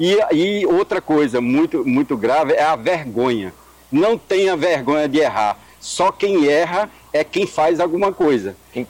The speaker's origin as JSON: {"language": "Portuguese", "town": "Orós", "region": "Ceará", "country": "Brazil", "tie": "born or raised there", "said": "uma casa de taipa que foi mais ou menos onde eu nasci, lá em Oroz. Numa casa de taipa de chão batido"}